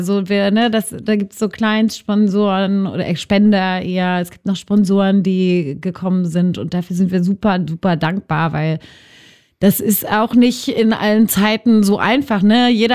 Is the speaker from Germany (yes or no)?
yes; Berlin, Germany; Ich bin selbst in Marzahn groß geworden in den 90ern.